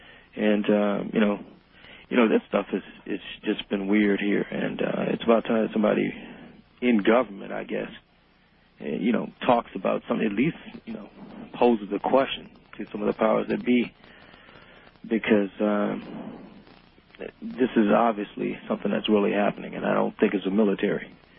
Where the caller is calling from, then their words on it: Phoenix, Arizona, United States; I'm in Phoenix.